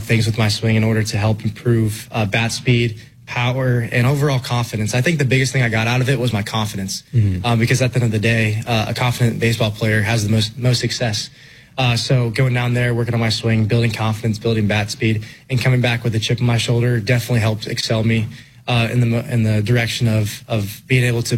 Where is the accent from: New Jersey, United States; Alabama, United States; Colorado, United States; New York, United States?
Colorado, United States